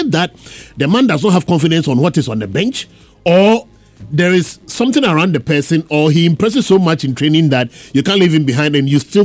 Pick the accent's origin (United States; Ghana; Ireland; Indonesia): Ghana; And I was telling David that I'm a Ghanaian